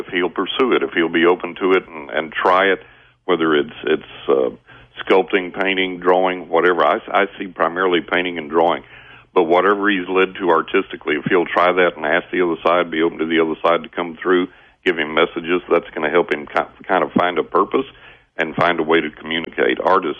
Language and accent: English; Texas, United States; Well, I am from West Texas, Lance.